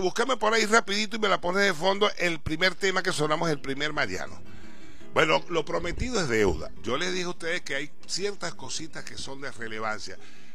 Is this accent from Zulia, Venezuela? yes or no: yes; Maracaibo, Zulia, Venezuela; now in Ciudad Guayana, Venezuela; Y aquí somos maracuchos